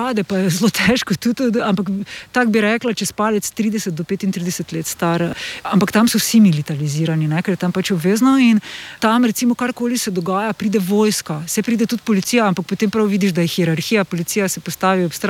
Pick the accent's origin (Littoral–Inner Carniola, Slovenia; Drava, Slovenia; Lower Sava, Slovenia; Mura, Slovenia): Drava, Slovenia; Maribor; sem iz Maribora